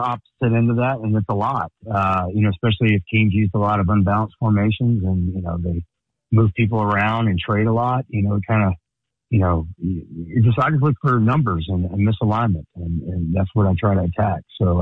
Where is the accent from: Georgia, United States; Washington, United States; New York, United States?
Georgia, United States; I mean, I'm from Georgia, and I've coached in high school Georgia football for a long time.